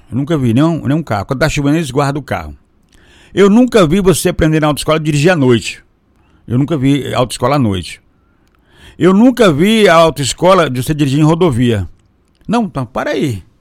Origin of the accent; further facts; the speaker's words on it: Aragarças, Goiás, Brazil; Você me pega eu que sou lá de Aragarça, lá radialista.